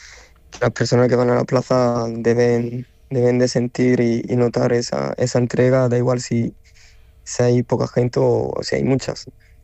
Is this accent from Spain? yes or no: yes; Andalusia, Spain; now in France; La gente de aquí se creen que soy de Francia y los de Francia saben que soy andaluz.